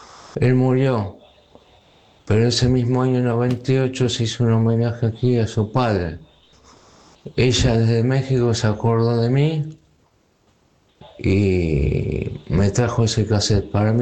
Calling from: Buenos Aires, Argentina; de Belgrano.

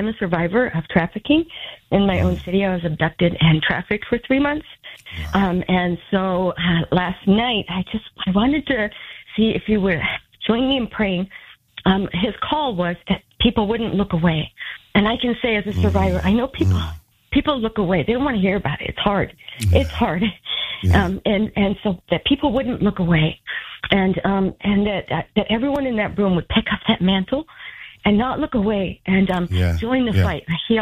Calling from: Spokane, Washington, United States; I'm from Spokane.

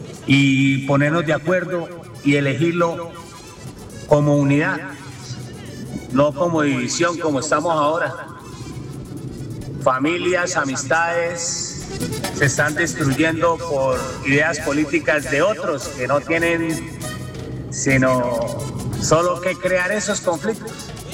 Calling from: Colombia; todos somos colombianos

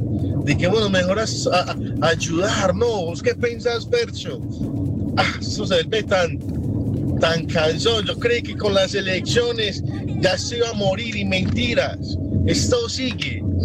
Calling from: Colombia; Somos colombianos, esto nos duele.

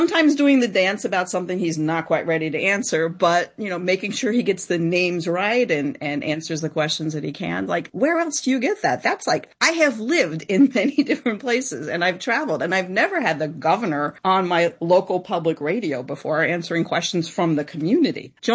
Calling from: Wilmington, Delaware, United States; from Wilmington.

